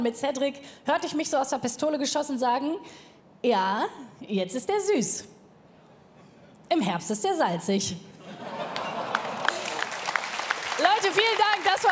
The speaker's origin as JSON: {"language": "German", "region": "North Rhine-Westphalia", "country": "Germany", "said": "ich komme aus dem Ruhrpott. So bei uns heißen Hunde Köter."}